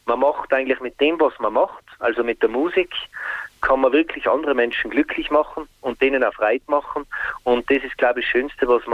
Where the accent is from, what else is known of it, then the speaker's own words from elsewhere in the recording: Tyrol, Austria; Also wir sind auf die Berge herum aufgewachsen, 1840 Meter.